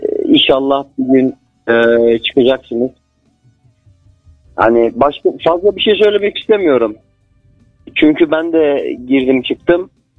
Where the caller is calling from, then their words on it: Bafra, Samsun, Turkey; Bafra'dan arıyorum.